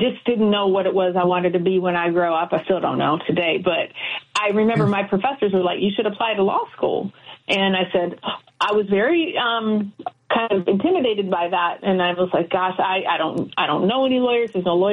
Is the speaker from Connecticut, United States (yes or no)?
no; Twin Cities, Minnesota, United States; the other reality of growing up in the Twin Cities in that time was, you know, both St. Paul and Minneapolis have their own culture, but overall, it's a very small, close-knit community with people who really are invested